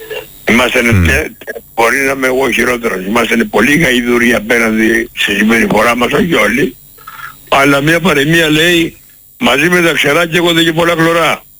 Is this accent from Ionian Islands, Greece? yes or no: yes; Corfu, Ionian Islands, Greece; Εγώ είμαι γέννημα Θερμακυρέως, πονάω τον τόπο.